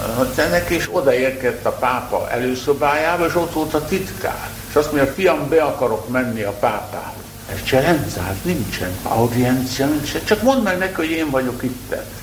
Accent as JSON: {"language": "Hungarian", "country": "Hungary", "moved": "yes", "said": "én a magyar vagyok"}